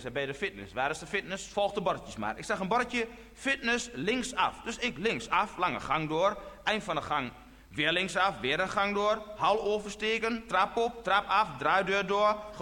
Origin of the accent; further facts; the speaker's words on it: Netherlands; Zo bekend ben ik als Nederlander onder andere.